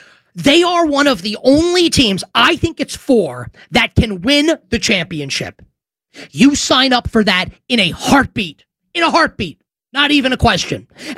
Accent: New York, United States; as a New Yorker, I don't necessarily love to see Philadelphia as up as it is

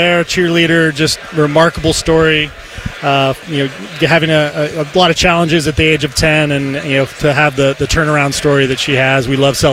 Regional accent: Ohio, United States; moved away; So, I'm from Northeast Ohio

